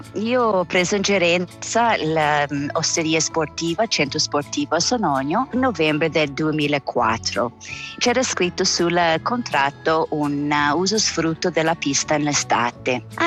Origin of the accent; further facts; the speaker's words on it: Canada; now in Switzerland; Sì, sono canadese, mamma spagnola, padre cecoslovacco, erano primo immigranti in Canada e sono nato io.